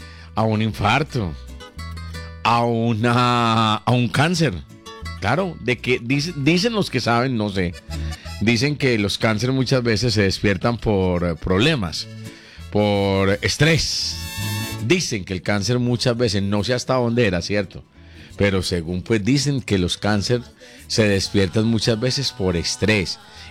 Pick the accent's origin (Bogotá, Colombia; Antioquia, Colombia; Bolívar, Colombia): Antioquia, Colombia; Gómez Plata; moved away; Ese es mi terruño